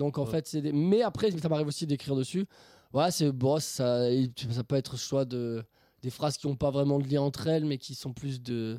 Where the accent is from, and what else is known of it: Toulouse, Occitanie, France